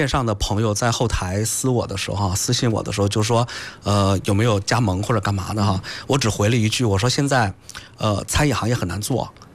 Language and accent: Chinese; Weihai, Shandong, China; moved away; 我老家是威海的